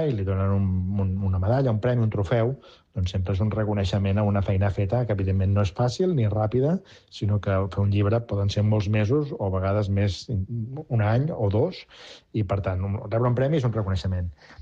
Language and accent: Catalan; Catalonia, Spain; perquè sóc català